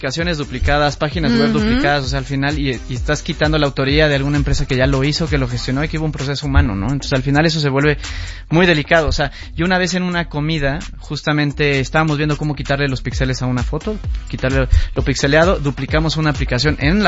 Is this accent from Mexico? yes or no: yes; Mexico; moved away as an adult; now in Spain